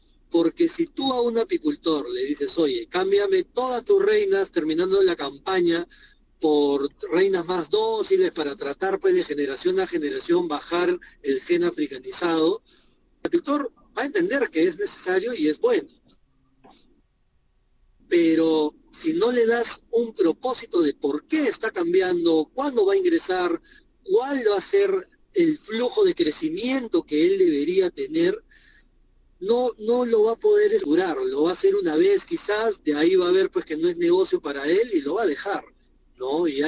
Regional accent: Peru

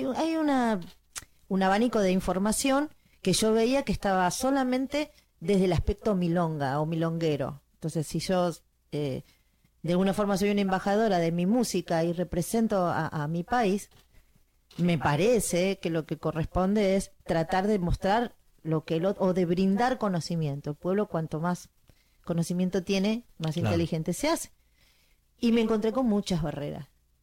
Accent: Argentina; moved away; siendo argentina, siendo cantante profesional, viniendo de familia de tangueros.

